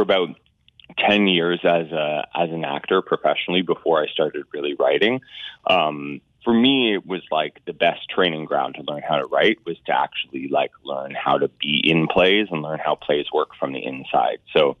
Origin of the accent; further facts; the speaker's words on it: Glencoe, Ontario, Canada; I grew up just down the road. I grew up outside of Glencoe, Ontario.